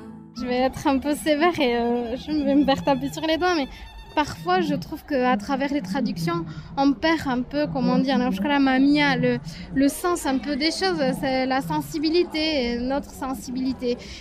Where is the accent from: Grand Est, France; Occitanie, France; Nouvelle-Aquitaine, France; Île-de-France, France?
Nouvelle-Aquitaine, France; Hendaye; now in Itxassou, France; je suis euskaldun, en plus d'Andaï